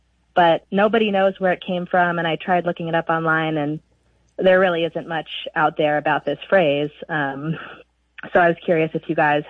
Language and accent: English; Ohio, United States; We're both in our mid-30s, and we're both from the Midwest. She's from Iowa, and I'm from Ohio.